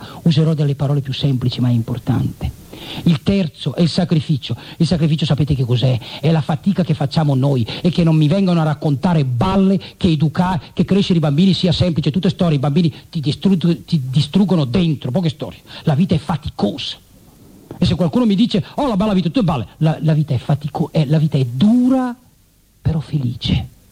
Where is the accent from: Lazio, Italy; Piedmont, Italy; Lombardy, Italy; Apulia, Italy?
Lombardy, Italy; Milan; io sono milanese, Milano siamo sclerati noi col lavoro, ma penso anche voi.